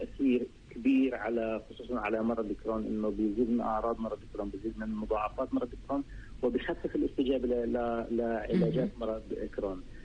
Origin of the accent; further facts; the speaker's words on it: Palestine; عندنا في فلسطين